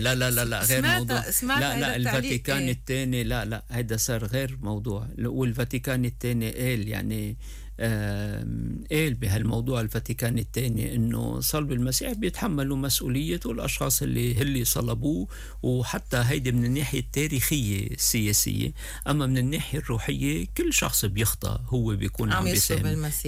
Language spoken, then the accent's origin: Arabic; Lebanon; انا بلبنان، انا لبناني،